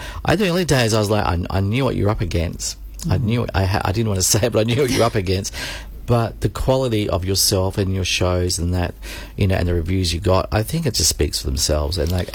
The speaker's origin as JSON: {"language": "English", "town": "Sydney", "region": "New South Wales", "country": "Australia", "moved": "yes", "said": "I'm from Sydney. Do you know I'm from Sydney?"}